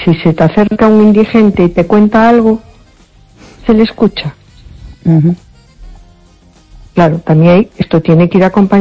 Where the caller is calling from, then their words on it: A Coruña, Galicia, Spain; de Coruña.